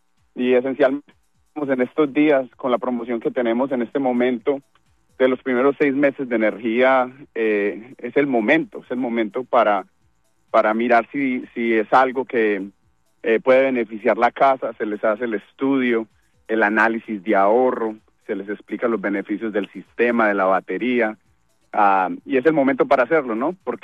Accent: Colombia; moved away; somos varios colombianos aquí

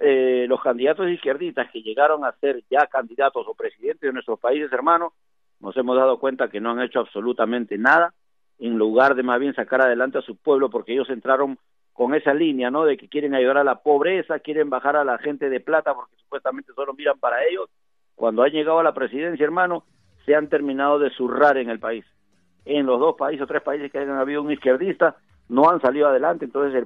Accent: Peru; Y yo como peruano, lo tengo que decir, mi selección

